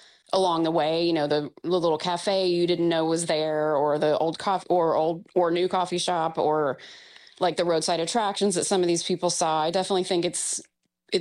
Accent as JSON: {"language": "English", "town": "Houston", "region": "Texas", "country": "United States", "tie": "born there", "also_born_or_lived": "Fort Worth, Texas", "said": "I did, from birth until third grade when we moved to Houston. But yeah, Fort Worth, I always consider my hometown."}